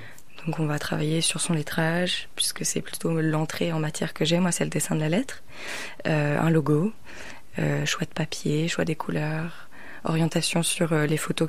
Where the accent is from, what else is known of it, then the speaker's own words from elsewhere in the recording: Brittany, France; j'ai grandi à Poule-Rosier